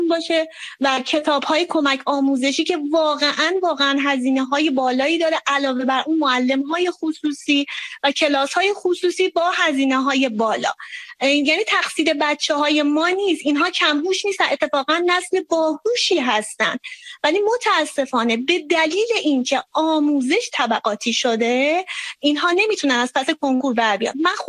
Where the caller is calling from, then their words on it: Tehran, Tehran Province, Iran; من از تهران هستم، ایران عزیزمون.